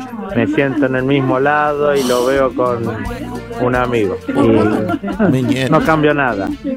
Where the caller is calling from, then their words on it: José León Suárez, Buenos Aires Province, Argentina; de José León Suárez.